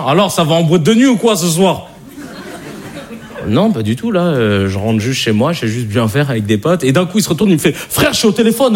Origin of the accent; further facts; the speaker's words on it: Paris, Île-de-France, France; also born or lived in Arcueil; enchanté. Je me présentais très rapidement. Vous savez, j'ai grandi à Paris dans le 19e, et ensuite j'ai déménagé dans une ville qui s'appelle Arcueil, au sud de Paris.